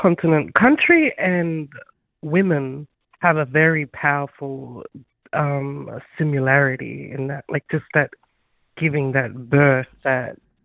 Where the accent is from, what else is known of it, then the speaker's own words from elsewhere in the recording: Mimili, South Australia, Australia; born there; I'm from Mimli community. Arnungu Kidindara Yankunjara lands in Central Australia.